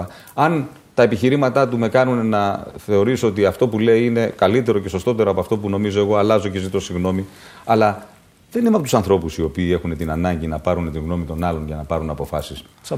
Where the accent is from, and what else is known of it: Greece